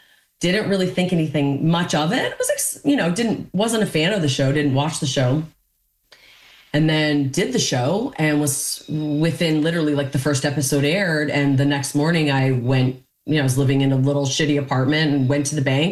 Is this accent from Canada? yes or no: yes; Canada; I feel weirdly because of my childhood and the way I was raised and being Canadian, like I weirdly didn't really even process it.